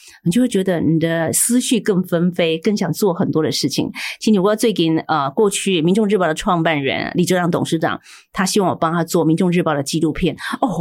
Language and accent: Chinese; Taiwan; first language Taiwanese Hokkien; 所以说我们的母语呢，可能会面临到灭绝。